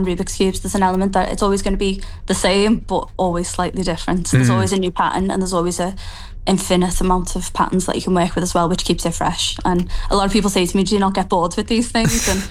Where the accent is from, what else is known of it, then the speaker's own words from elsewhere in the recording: Liverpool, North West England, United Kingdom; being a Scouser